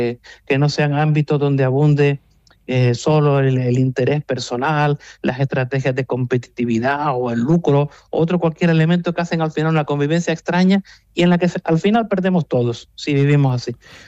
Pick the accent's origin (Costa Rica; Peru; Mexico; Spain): Spain; Valsequillo de Gran Canaria, Canary Islands; ha sido el lugar donde he nacido, me he criado y ha sido una convivencia que la experimento, la valoro muy positivamente y por eso soy muy orgulloso de mi pueblo.